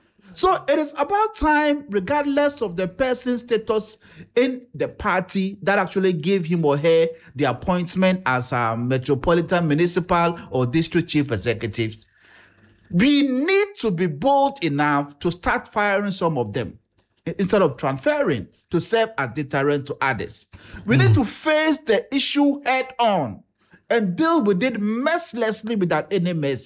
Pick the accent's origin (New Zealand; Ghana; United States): Ghana; Sampa, Bono; my hometown, Sampa Road